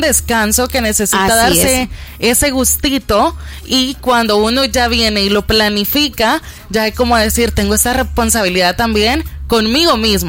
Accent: El Salvador

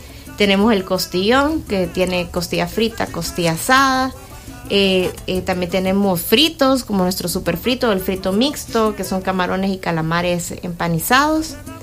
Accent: El Salvador; como buen salvadoreño sabemos que siempre andamos buscando un plato de docena de conchas

